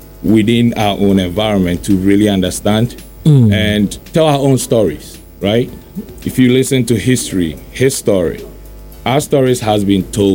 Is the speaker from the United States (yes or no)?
no; Ghana; I grew up in Ghana. I never heard about Talinsi tribe.